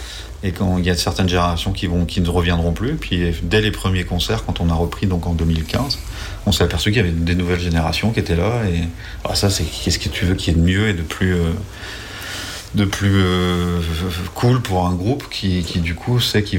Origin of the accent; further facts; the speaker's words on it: Brittany, France; on se moque souvent en tant que Breton du nom des festivals